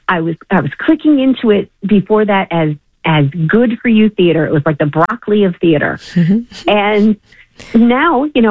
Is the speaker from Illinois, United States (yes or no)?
yes; Chicago, Illinois, United States; I'm actually from Chicago, but I was an actor at the Hilberry.